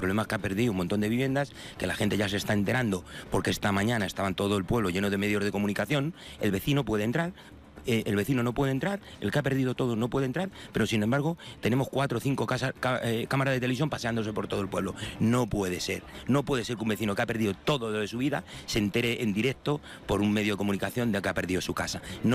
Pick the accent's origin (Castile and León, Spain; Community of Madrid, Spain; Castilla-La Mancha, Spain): Community of Madrid, Spain; Navas del Rey; Pues la situación de mi pueblo es de desesperación. El problema que ha tenido el municipio de Navas del Rey es que lo ha achicharrado por completo.